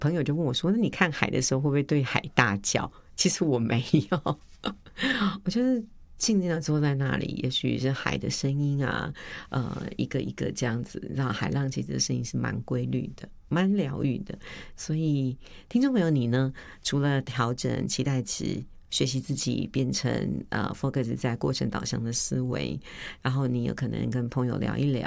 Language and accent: Chinese; Hualien, Hualien County, Taiwan; born there; 我不知道是不是跟我出生在花莲有关